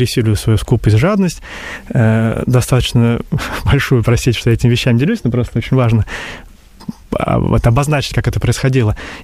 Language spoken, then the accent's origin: Russian; Inzhavino, Tambov Oblast, Russia; now in Moscow, Russia; я упоминаю, что я из Тамбовской области, он говорит: «О, из Тамбова откуда? Инжавина знаешь?» Я говорю: «Инжавина знаю, я оттуда родом».